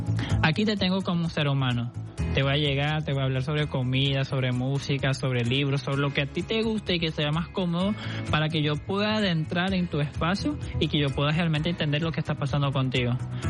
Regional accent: Brazil; No soy venezolano. ¿De dónde eres? Soy de Brasil.

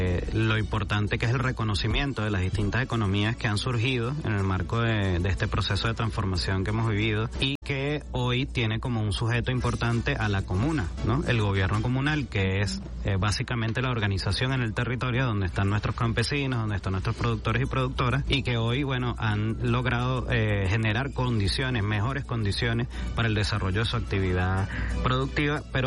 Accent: Venezuela; nosotros, por supuesto, como venezolanos, venezolanas

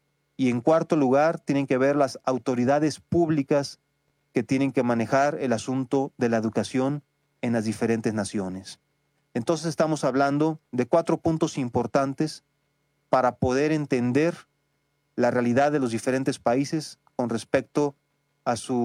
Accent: Mexico

